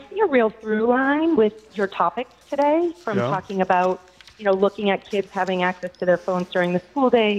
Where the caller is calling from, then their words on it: Westborough, Massachusetts, United States